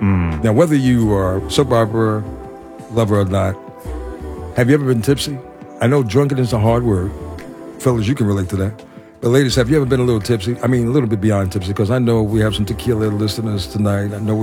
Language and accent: English; New York, United States; I'm a Brooklyn cat.